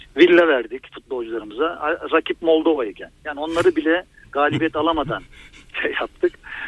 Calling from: Istanbul, Turkey; Abi ben İstanbul'dan arıyorum.

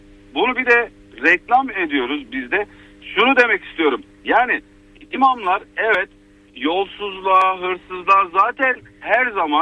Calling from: Antalya, Turkey; ben Antalya'dan.

